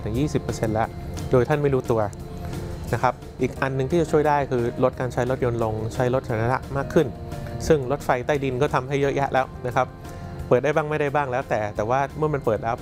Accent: Bangkok, Thailand; จริงๆแล้วเนี่ยเราเองคนกรุงเทพไม่ได้หมายว่าเราจะยุ่งเฉพาะฝุ่นกรุงเทพนะ

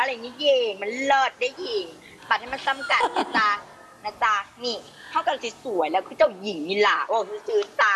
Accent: Phang Nga, Thailand; หนูต้องบอกว่าแม่หนูเป็นคนอีสานค่ะอุดรค่ะแต่พ่อต้องคือภาคใต้ค่ะ

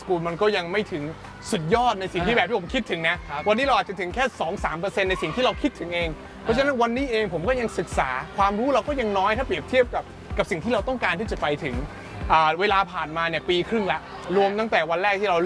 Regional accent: Ko Samui, Surat Thani, Thailand; แล้วผมเป็นคนชาวสมุยผมต้องเล่าให้พี่ฟังนะผมเป็นชาวสมุยทีนี้สมุยเนี่ยมันเป็นเมืองท่องเที่ยวมันไม่ใช่เมืองของ IT เท่าไหร่

